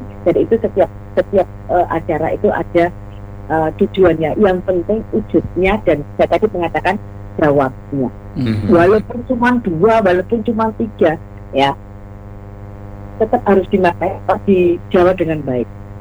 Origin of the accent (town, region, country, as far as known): Java, Indonesia